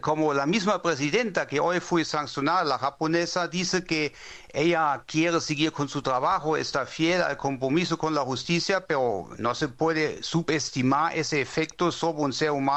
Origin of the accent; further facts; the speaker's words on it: Germany; a pesar de que yo soy alemán.